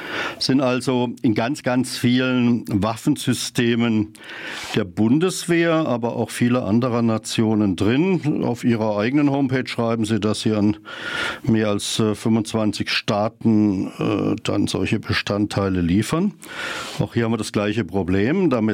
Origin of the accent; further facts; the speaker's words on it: Freiburg, Baden-Württemberg, Germany; Freiburg ist meine Heimatstadt und ich freue mich immer über die Green City, also das positive Image der Stadt Freiburg.